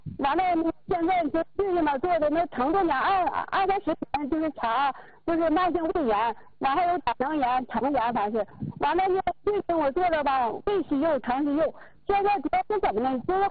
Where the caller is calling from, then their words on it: Dehui, Jilin, China; 我是来自德惠农村的